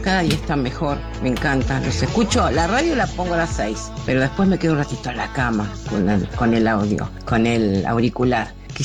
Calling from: Morón, Buenos Aires Province, Argentina; soy de Morón

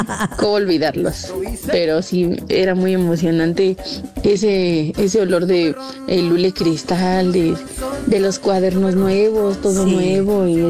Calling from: Tultitlán, State of Mexico, Mexico; Hablo de Tultitlán.

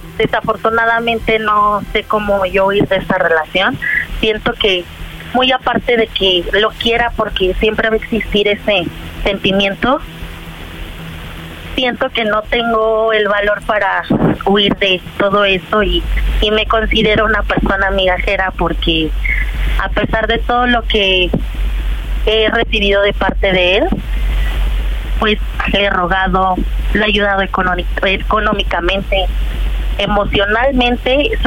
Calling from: Cuauhtémoc, Mexico City, Mexico; soy de la Cuauhtémoc.

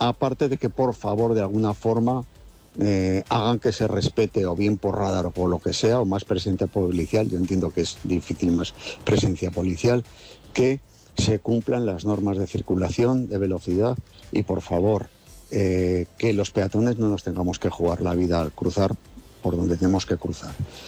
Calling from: Zaragoza, Aragon, Spain; de Zaragoza.

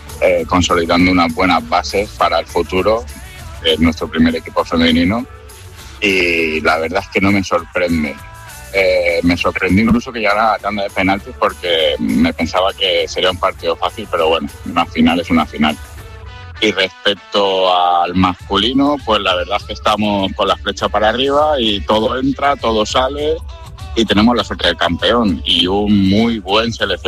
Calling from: Menorca, Balearic Islands, Spain; desde Menorca.

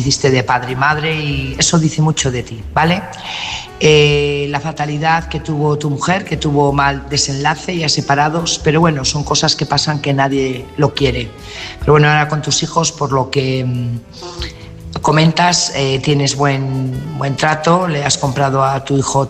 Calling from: Burgos, Castile and León, Spain; Buenas noches … corresponsal de Burgos.

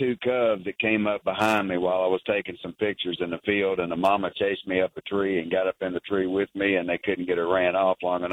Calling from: Tennessee, United States; I'm calling from Middle Tennessee, close to Crossville.

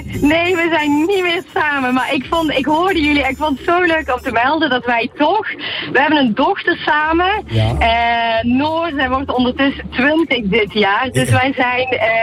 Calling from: Belgium; Ik als Belg was daar met mijn ouders op vakantie.

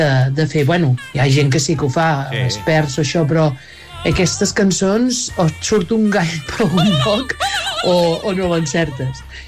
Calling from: Roda, Catalonia, Spain

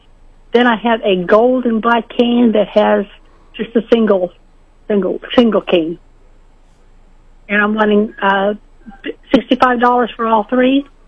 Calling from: North Bend, United States; Yes, I'm coming from North Bend.

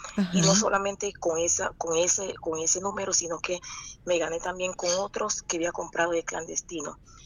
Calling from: Panama City, Panamá, Panama; Yo soy de Panamá Viejo.

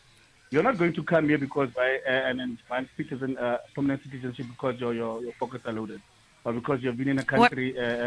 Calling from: South Africa; I'm South African.

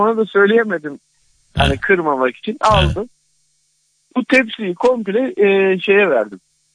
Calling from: Istanbul, Turkey

